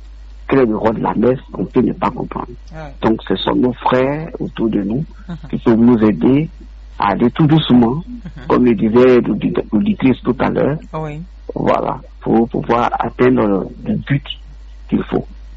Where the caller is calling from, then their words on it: Abidjan, Côte d’Ivoire; J'appelle la paroisse de Saint-Bernard, Yopougon.